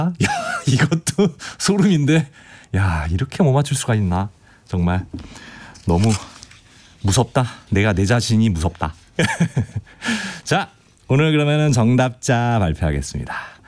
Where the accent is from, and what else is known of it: Chungcheong, South Korea; also born or lived in Dangjin